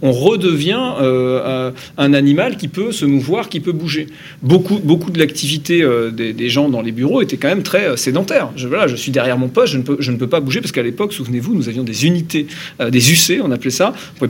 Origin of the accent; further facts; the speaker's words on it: Normandy, France; Bon, je vais faire une réponse de Normand, mais je suis Normand.